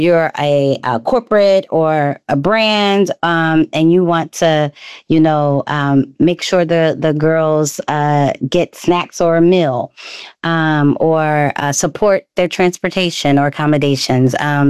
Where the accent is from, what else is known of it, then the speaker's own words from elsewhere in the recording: Philadelphia, Pennsylvania, United States; what better place to have them on the stage than my hometown in Philly